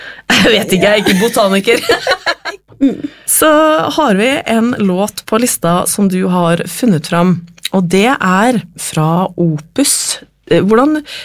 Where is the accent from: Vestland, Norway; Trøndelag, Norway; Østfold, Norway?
Trøndelag, Norway; Trondheim; når jeg vokste opp I Trondheim, så var det Kina-restauranten, og så var det pepperspizza.